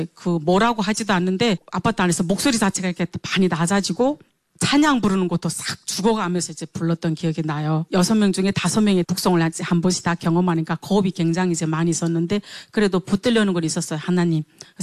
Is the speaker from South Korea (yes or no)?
no; North Korea; moved away as an adult; also born or lived in China; 아, 내가 북한 사람이란 거 얘기해야 되나 말아야 되나 이런 고민이 있었는데 뭐 어쨌든 탈북에서 북한에서는 결혼 안 하고 중국에서 애 아빠를 만나서 살았지만